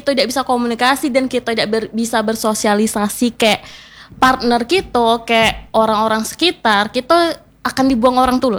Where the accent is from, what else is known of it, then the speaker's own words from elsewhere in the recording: Air Napal district, Bengkulu, Indonesia; Untuk asli sih ingat orang Bengkulu Utara di Kerkap, tepatnya di Desa Talangkering, Kecamatan Air Napal.